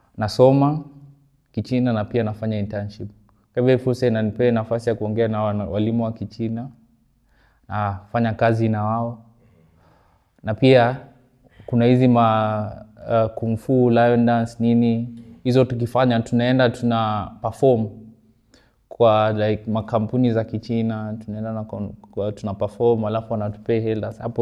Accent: Nairobi, Kenya; mi ni kijana nimelelewa Kibera. Nimelelewa huko, hapo ndo, unaona, unakuwa exposed to hii nini ya 5-star.

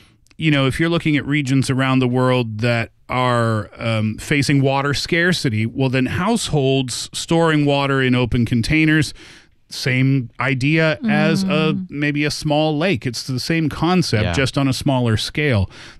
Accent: Canada; I remember growing up in Canada, of course, we have mosquitoes as well.

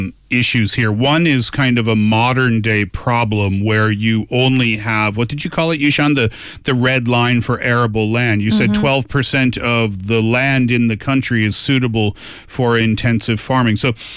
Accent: Canada; Sorry, I'm Canadian.

